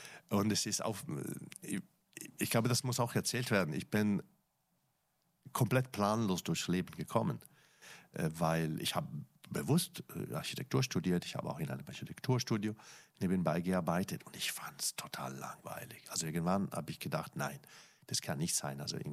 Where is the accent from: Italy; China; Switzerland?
Italy; German is a second language; moved away as an adult; also born or lived in Milan; now in Germany; Als ich als Italiener irgendwann nach Deutschland kam